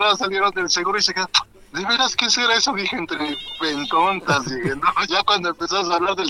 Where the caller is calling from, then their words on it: Puebla, Mexico; desde Xonajita la Bella, donde se baila y se goza y se fuma la sabrosa